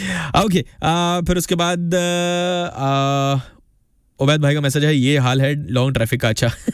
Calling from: Bahrain; अस्सलाम वालेकुम भाई, मैं बहरीन से हूँ और सुन रहा हूँ

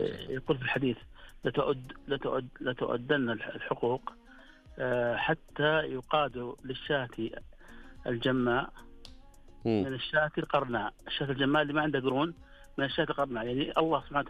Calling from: Eastern Province, Saudi Arabia; اكلمك من المنطقه الشرقيه

